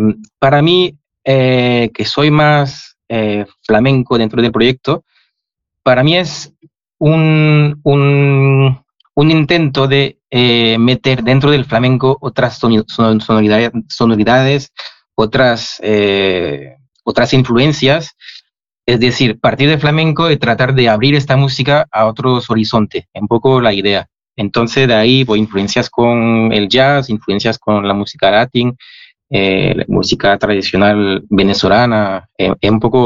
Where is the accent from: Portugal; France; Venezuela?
France; now in Spain; el corazón francés, aunque adoro España. De hecho, vivo en España y estoy muy a gusto en España. Sigo siendo francés.